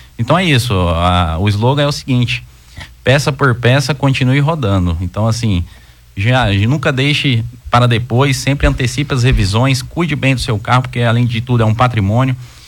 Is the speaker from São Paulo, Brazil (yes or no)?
yes; São Paulo, Brazil; now in Goiânia, Brazil; Bom, eu sou paulista, né?